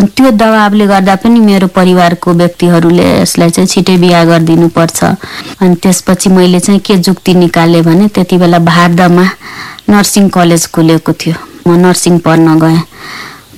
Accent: Saptari District, Madhesh Province, Nepal; first language Maithili; Nepali is a second language; also born or lived in Rajbiraj; म सप्तरी जिल्लाको एउटा ग्रामीण भेगमा जन्मेको, मेरो गाउँ कनकट्टा थियो। त्यहाँबाट 3 किलोमिटर दक्षिणमा भारतको सिमाना थियो।

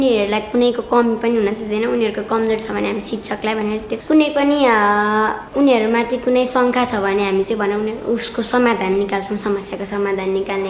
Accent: Dolakha, Bagmati, Nepal; now in Lokanthali, Nepal; म कक्षा 7 पढ्छु। मेरो घर चाहिँ दोलखा हो अनि म अहिले लोकन्थलीमा बस्छु।

